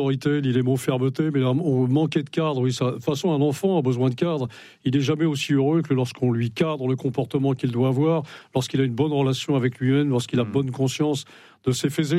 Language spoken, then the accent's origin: French; Brittany, France; C'est pas parce que je suis breton que je ne fais pas partie.